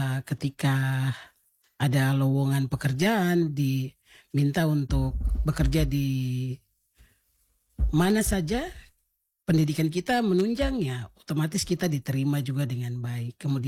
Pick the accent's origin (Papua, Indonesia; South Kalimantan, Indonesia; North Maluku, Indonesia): Papua, Indonesia; kita orang Papua juga bisa